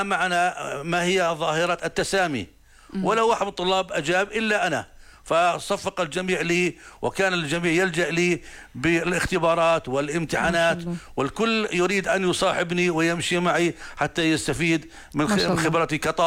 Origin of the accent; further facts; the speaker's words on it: Salt, Balqa Governorate, Jordan; born there; also born or lived in Amman; أنا من الناس اللي ما كان في باص إلى مدينة السلط، فكنت أمكث وأنام وأستيقظ وأدرس في ذلك المعهد.